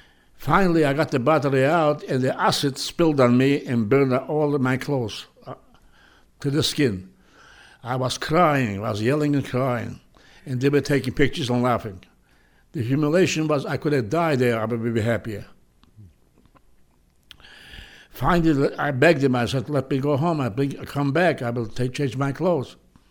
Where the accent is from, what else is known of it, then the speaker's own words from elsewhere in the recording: Poland; now in my hometown, all the farmers came once a week and dealing with the Jewish people.